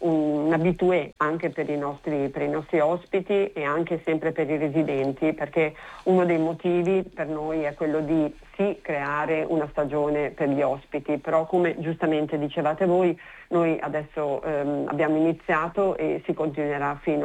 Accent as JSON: {"language": "Italian", "town": "Cortina d'Ampezzo", "region": "Veneto", "country": "Italy", "said": "io sono di Cortina, quindi per me è una cosa abbastanza abituale"}